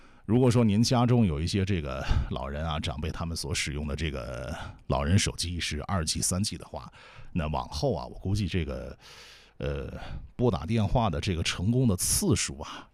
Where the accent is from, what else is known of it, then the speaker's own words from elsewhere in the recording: China; 因为我们中国人口太多了